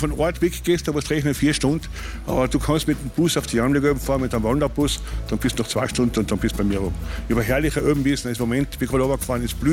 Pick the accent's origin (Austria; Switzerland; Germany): Austria; Malta, Carinthia; Ja, also ich bin eigentlich ein Maltatroll, ich komme aus Malta.